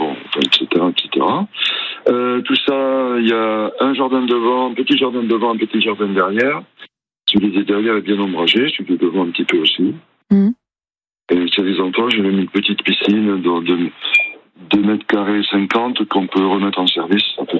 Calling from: Nouvelle-Aquitaine, France; Alors, je suis dans le nord, presque nord-est de la Charente-Maritime. J'habite dans une maison de campagne qui est à, ceux qui connaissent, 45 km au nord de Saintes et 35 au sud de Niort, pas loin de la nationale de 150. Et la maison est sur les berges de la Boutonne, qui est un gros affluent de la Charente.

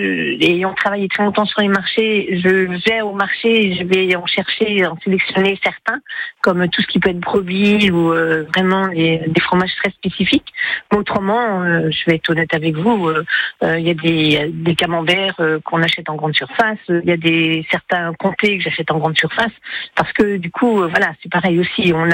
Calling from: Nantes, Pays de la Loire, France; Je suis nantaise

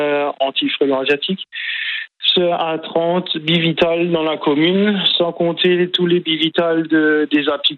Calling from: France; je viens d'Ambar-la-Ville.

